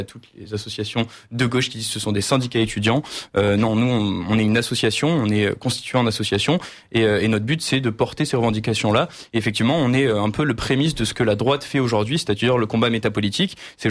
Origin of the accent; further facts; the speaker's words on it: Provence-Alpes-Côte d'Azur, France; moved away as an adult; now in Grenoble, France; je viens d'un petit village du Var, donc rien à voir